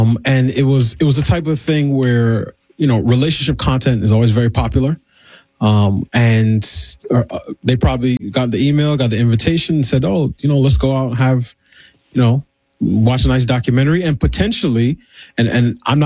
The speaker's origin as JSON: {"language": "English", "region": "New York", "country": "United States", "lives_now": "Washington, United States", "said": "I'm from New York and had been in the D.C. area for about 4 years at that point."}